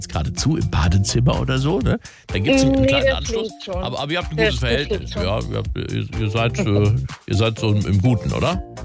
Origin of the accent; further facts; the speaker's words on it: Rhineland-Palatinate, Germany; Weil bei uns zum Beispiel im kleinen Dorf, das hat weniger als 400 Einwohner, im Westerwald, wo ich herkomme, da kommt eben nur dezentral die Versorgung.